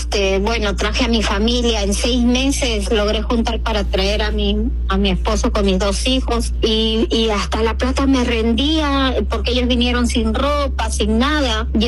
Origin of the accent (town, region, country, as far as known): Peru